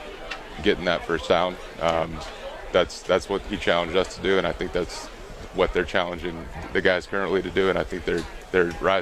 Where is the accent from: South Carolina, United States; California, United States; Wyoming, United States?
South Carolina, United States; also born or lived in Chicago, United States; I was born in the Chicago suburbs, moved down to South Carolina growing up when you kind of form an allegiance to a team.